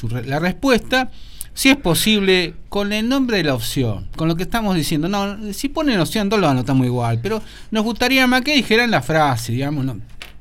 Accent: Argentina; somos así los argentinos. Los argentinos somos eternamente contradictorios.

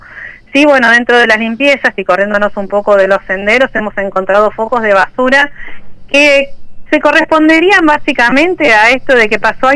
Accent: Lomas de Zamora, Buenos Aires Province, Argentina; No soy de Rodríguez, soy de Lomas de Zamora.

